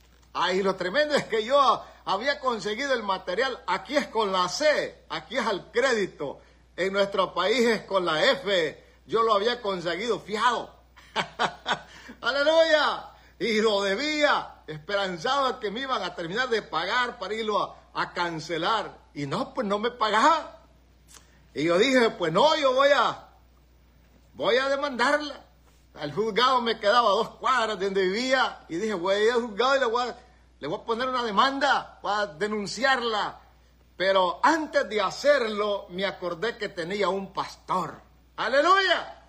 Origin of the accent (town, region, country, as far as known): El Salvador; moved away as an adult